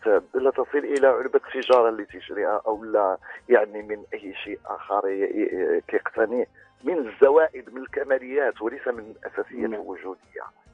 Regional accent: Morocco; يجب أن نفتخر كمغاربة ككتاب وكقراء بتقليد المعرض الدولي للكتاب

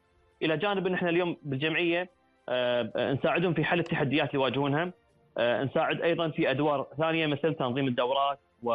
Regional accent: Kuwait; إحنا ككويتيين

